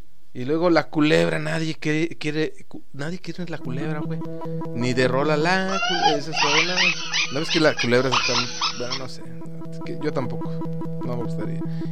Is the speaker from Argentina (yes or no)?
no; Mexico; Si hablo como mexicano, güey.